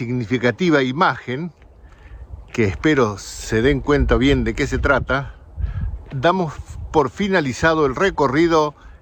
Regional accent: Argentina; now in Junín, Argentina; Lo he visto en mi pueblo, yo soy de Chuel

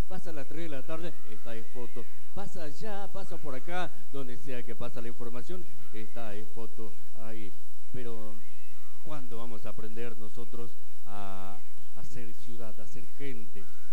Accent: Argentina; Como argentinos tenemos que apoyar

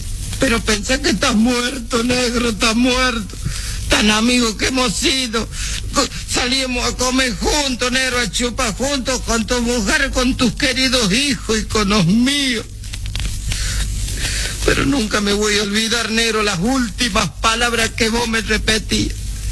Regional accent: Córdoba, Argentina; yo como soy cordobés

